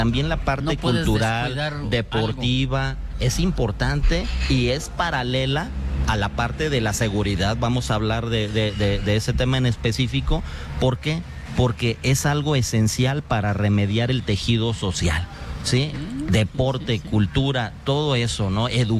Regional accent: Irapuato, Guanajuato, Mexico; soy de Irapuato, fresero

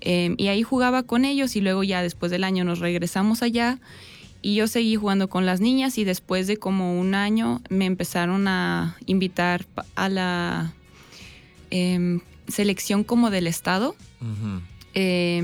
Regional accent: Germany; Sí, pues yo nací en Alemania, mi papá es alemán, mi mamá es mexicana, de Guanajuato capital, y pues yo nací allá, crecí allá, siempre he tenido como ese lazo con México

